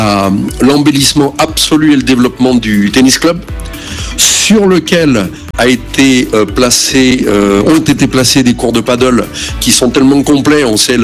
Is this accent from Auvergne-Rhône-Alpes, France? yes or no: yes; Francheville, Auvergne-Rhône-Alpes, France; born there; also born or lived in Lyon; now in Saint-Tropez, France; Le titre était Itinéraire d'un enfant lyonnais à Saint-Tropez.